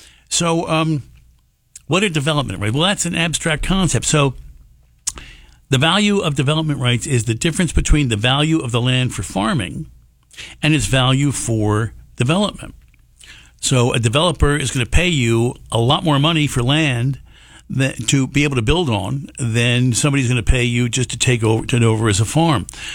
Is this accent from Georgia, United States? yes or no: no; New Jersey, United States; moved away as an adult; now in Pittsford, United States; I grew up in New Jersey